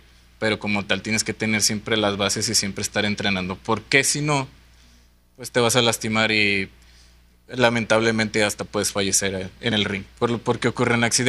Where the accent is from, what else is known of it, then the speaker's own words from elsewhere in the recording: Durango, Mexico; a mí que soy duranguense